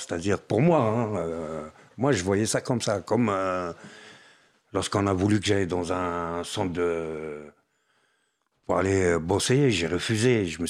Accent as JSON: {"language": "French", "country": "France", "said": "Je dis non, je suis français."}